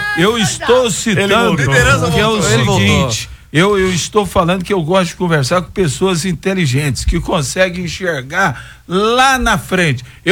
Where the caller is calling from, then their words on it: Rio Verde, Goiás, Brazil; Sou aqui de Rio Verde, na audiência, todo dia.